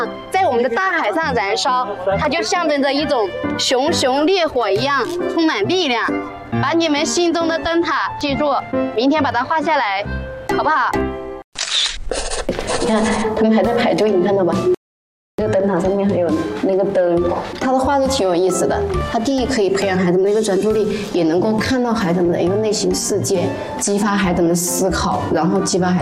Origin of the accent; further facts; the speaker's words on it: Guizhou, China; moved away; 我是贵州人，从小我们的家庭条件相对来讲是比较贫苦的那种